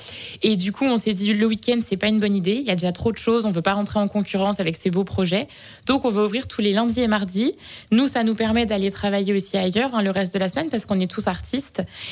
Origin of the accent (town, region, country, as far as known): Hauts-de-France, France; now in Mayenne, France